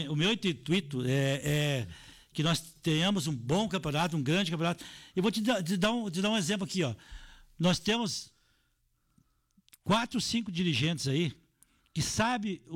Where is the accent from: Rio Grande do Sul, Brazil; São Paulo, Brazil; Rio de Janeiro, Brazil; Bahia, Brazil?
Rio Grande do Sul, Brazil; Farroupilha; O Farroupilha, eu nasci, me criei lá no Farroupilha, né?